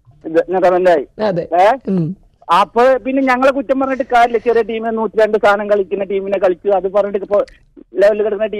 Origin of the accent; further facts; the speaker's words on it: Peringode, Kerala, India; നാട്ടില് ഞാന് പെരിങ്ങോട്.